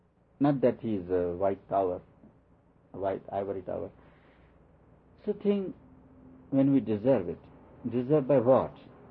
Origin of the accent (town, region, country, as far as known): India; now in United States